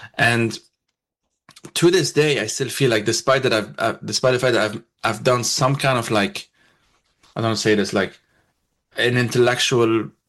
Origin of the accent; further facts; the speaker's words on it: Lebanon; So even, I mean, as I grew up in Lebanon, I took the kind of that curriculum, but due to Lebanon's own colonial history, I didn't know about most of these anyway.